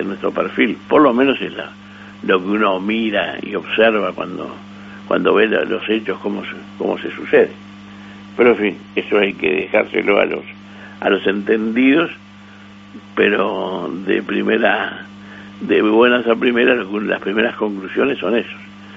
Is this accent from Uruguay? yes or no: yes; Uruguay